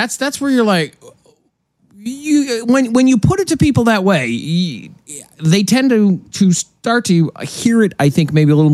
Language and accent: English; Nebraska, United States; I'm from Nebraska, as pretty much everybody knows.